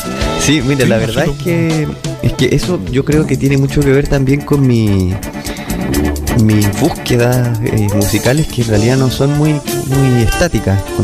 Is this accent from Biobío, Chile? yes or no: yes; Concepción, Biobío, Chile; also born or lived in Santiago; Mira, la verdad es que yo nací pequeño en Santiago, pero me vine muy, muy pequeño a Concepción, entonces soy ya criado oficialmente en Concepción.